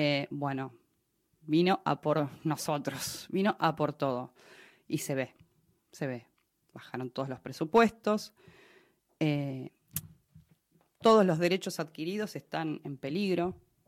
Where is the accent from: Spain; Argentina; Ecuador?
Argentina; Las cosas en mi país lamentablemente cambiaron para mal y en todos los departamentos, digamos, o sea, a nivel cultural, científico, económico, y si bien Argentina siempre tuvo altos y bajos económicamente